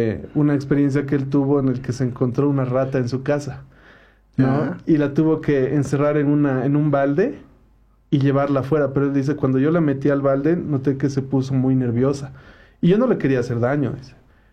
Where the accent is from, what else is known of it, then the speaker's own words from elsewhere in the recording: Bolivia; Yo creo que aquí en Bolivia Dios se nos manifiesta como boliviano